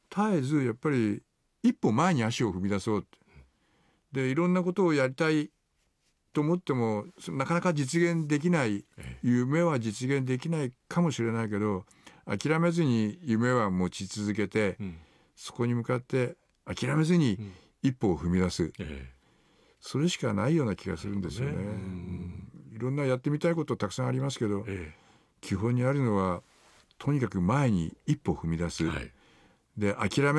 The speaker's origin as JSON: {"language": "Japanese", "area": "Aizu", "region": "Fukushima", "country": "Japan", "tie": "born or raised there"}